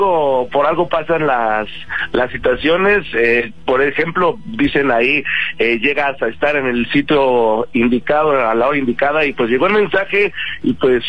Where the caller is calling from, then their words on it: Mexico City, Mexico; De aquí, de la Ciudad de México, y pues tengo 30 años.